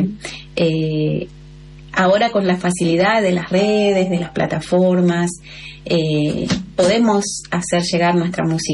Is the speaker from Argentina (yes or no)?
yes; Santa Fe, Argentina; somos del norte de Santa Fe, que tenemos el Jaucanigá como una fortuna maravillosa